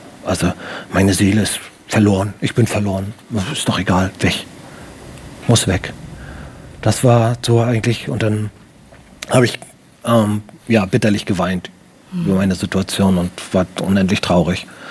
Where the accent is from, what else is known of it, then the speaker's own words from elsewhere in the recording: Baltic coast, Germany; Ich komme aus der Nähe von der Ostsee.